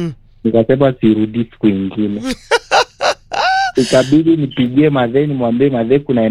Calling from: Loitoktok, Kajiado County, Kenya; Niko Loitoktok.

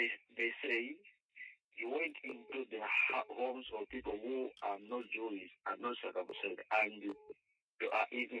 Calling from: Livingstone, Southern Province, Zambia; from Livingstone.

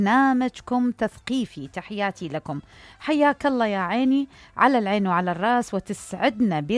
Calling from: Baghdad, Baghdad Governorate, Iraq

